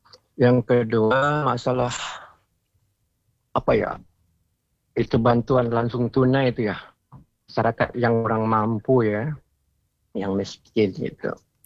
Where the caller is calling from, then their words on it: Riau Islands, Indonesia; kalau di Mantang Baru itu memang desa saya.